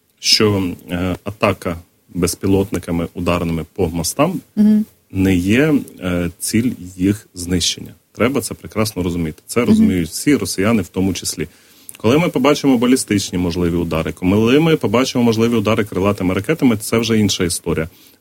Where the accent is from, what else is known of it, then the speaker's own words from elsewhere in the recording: Odesa Oblast, Ukraine; Я з Одещини.